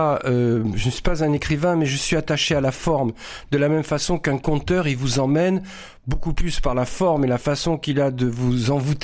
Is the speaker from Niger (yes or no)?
no; Carthage, Tunis Governorate, Tunisia; born there; moved away; si ce livre, je l'ai mis à Carthage, c'est parce que, au fond, moi, j'ai vécu une enfance extrêmement heureuse dans ce pays.